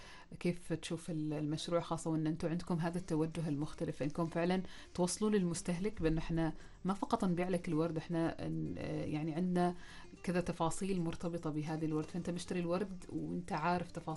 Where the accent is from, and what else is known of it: Oman